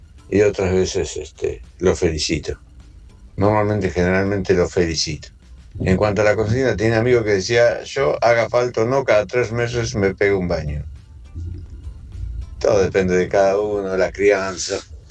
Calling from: Argentina; de Lourdes.

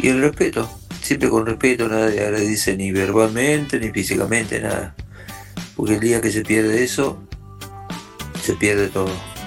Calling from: Pilar, Buenos Aires Province, Argentina

